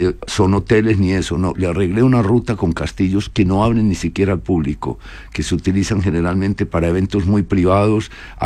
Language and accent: Spanish; Colombia; born there; Yo soy hijo de diplomáticos. Nací en Colombia, pero mi padre es gallego y mi madre es sevillana.